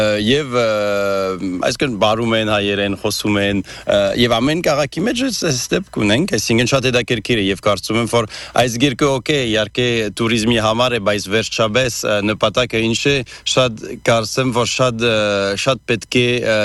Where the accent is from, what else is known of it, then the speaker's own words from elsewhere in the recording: France; ես ֆրանսահայ եմ, բայց եթե միայն որպես ֆրանսիացի գնացել էի Արժանտինա